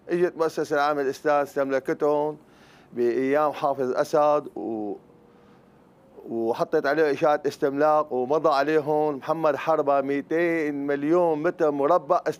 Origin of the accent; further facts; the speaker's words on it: Syria; العلم السوري رفع رأسنا ونحن وين نطلع؟ يعني أنا بعرف هلأ إذا بدي أطلع من أرضي هلأ أنا كل سورية أرضي